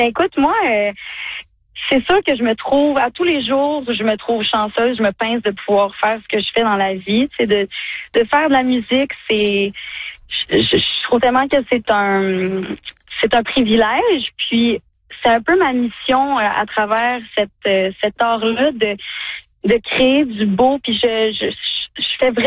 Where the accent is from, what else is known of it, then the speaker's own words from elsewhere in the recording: Quebec, Canada; Je viens des Cantons de l'Est, fait que j'ai un peu l'impression d'être à la maison.